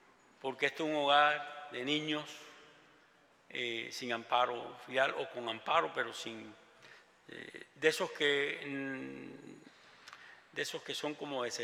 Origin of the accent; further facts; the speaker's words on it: Havana, Cuba; Cuando era muchacho, yo nací en La Habana, nos propusimos, vivíamos, trabajábamos, íbamos al Corazón de María, está en la calzada del cerro